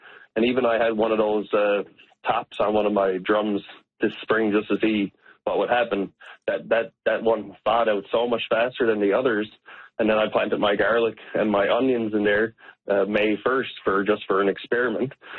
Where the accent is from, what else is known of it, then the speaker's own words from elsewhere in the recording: Witless Bay, Newfoundland and Labrador, Canada; I remember growing up, I'm from Whitless Bay on the Southern Shore. I remember growing up and going into Ghouls all the time and just seeing the plastic on the fields